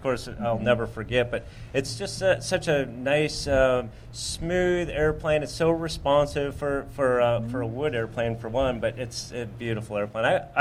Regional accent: Minneapolis, Minnesota, United States; also born or lived in North Dakota; now in Phoenix, Arizona, United States; Well, I grew up in the Minneapolis area. Then I went to school in North Dakota. And now I currently live in Phoenix, Arizona. I got tired of being cold.

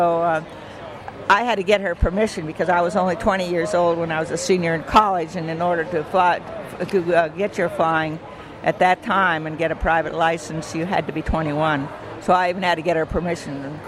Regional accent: Rochester, Minnesota, United States; I grew up near Rochester, Minnesota

